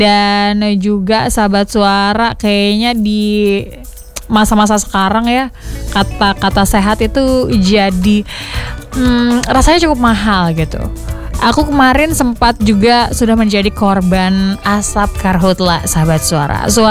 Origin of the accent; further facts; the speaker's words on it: Kalimantan, Indonesia; now in Banjarmasin, Indonesia; Tangguh banget lah ya kita ya sebagai warga Kalimantan